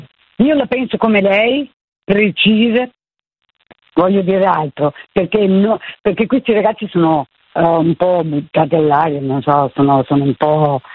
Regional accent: Milan, Lombardy, Italy; moved away; io sono nata e sono vissuta tantissimo tempo a Milano.

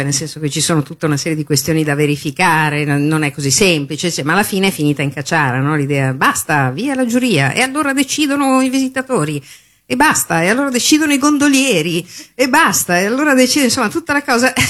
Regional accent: Milan, Lombardy, Italy; also born or lived in Venice; sono di Milano

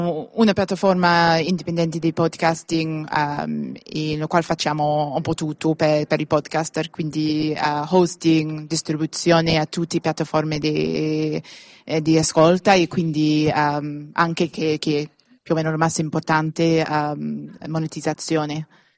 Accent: Wales, United Kingdom; Sono di Gales.

